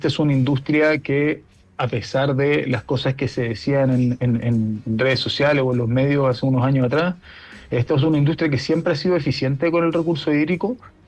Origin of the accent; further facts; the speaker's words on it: Chile; a mí lo más era interesante para mí como chileno